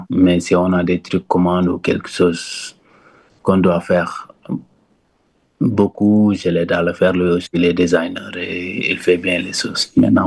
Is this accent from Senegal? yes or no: yes; Senegal; Oui, en fait, moi, mes d'origine, mes cousins chez moi, au Sénégal, mes cousins, ils sont des couturiers.